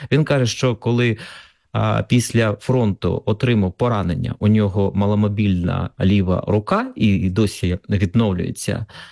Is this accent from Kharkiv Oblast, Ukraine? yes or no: yes; Kharkiv, Kharkiv Oblast, Ukraine; now in Lviv, Ukraine; хоча, Галю, ви знаєте, що я сам з Харкова.